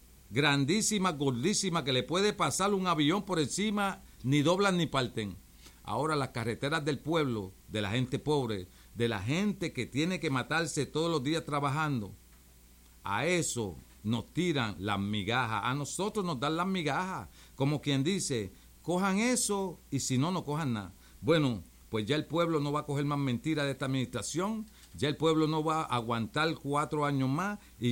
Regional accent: Frederiksted, Saint Croix, U.S. Virgin Islands; yo soy del pueblo de Freistead. Yo vivo en el pueblo de Freistead. Y yo camino el pueblo de Freistead todos los días.

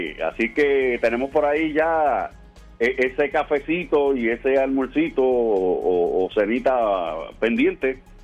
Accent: Fajardo, Puerto Rico; moved away as an adult; a principios de mi carrera, hace ya muchísimos años atrás, pues me mudé de Fajardo por necesidad de aquel momento, ¿verdad?, laboral, pero siempre con Fajardo en mi mente y en mi corazón

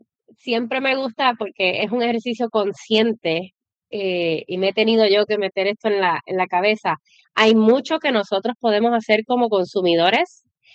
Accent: Utuado, Puerto Rico; yo soy de Utuado

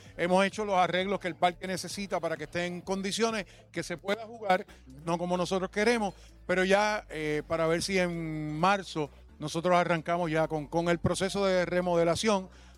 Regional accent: Orocovi, Puerto Rico; yo soy natural de Orocovi.

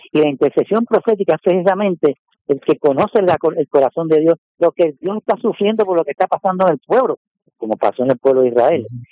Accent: San Juan, Puerto Rico; Yo soy de San Juan y venía de un hermano mío, diácono, al lado mío era de uno de Humacao y había otro diácono que era de Arecibo.

